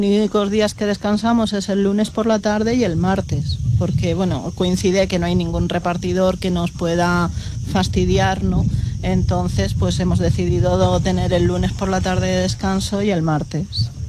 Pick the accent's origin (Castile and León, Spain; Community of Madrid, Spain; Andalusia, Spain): Andalusia, Spain; Roquetas de Mar; moved away as an adult; now in Beires, Spain; yo vengo de Roquetas.